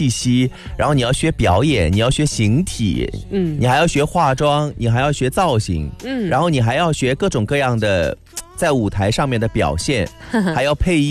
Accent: Wu-speaking area, China; accent: Wu; first language Wu Chinese; Chinese is a second language; 像我们南方人讲吴语的，学播音就是简直就是第二门语言。

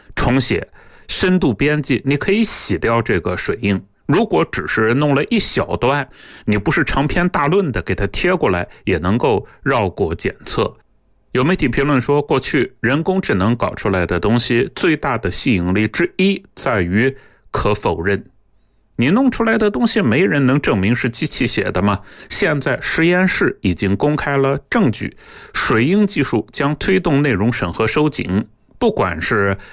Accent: China

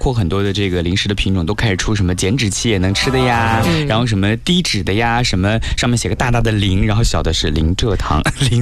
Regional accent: Zhejiang, China; 我就记得小的时候在那个浙江，

